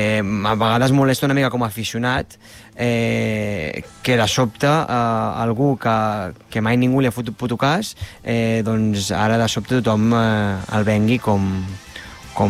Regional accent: Catalonia, Spain; jo soc català

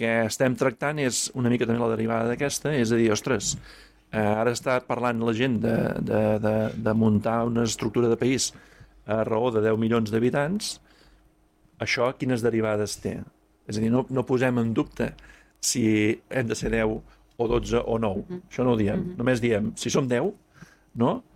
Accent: Manresa, Catalonia, Spain; com a manresà, ara parlo com a manresà

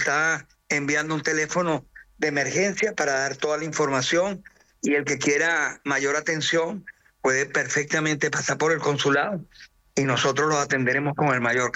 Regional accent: Venezuela; now in Barcelona, Spain; somos un pedazo de Venezuela en Cataluña

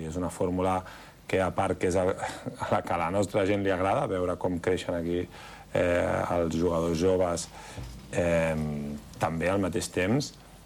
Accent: Badalona, Catalonia, Spain; que sóc de Badalona i he fet aquí un procés i un camí que n'estic molt orgullós

